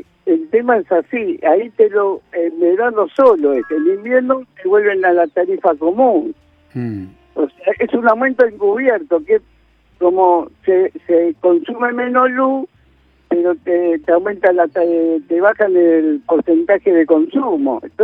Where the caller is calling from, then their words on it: Buenos Aires, Argentina; de Colegial